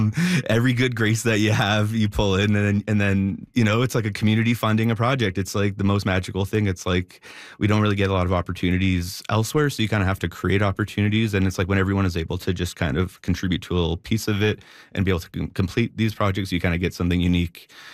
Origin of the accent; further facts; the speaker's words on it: Sudbury, Ontario, Canada; growing up in Sudbury